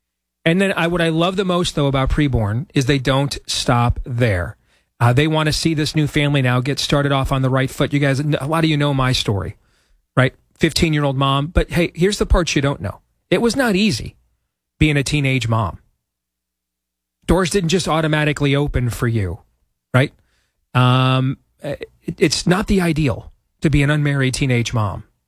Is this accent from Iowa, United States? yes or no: yes; Iowa, United States; Chris McGonigal from my home state of Iowa is going to join us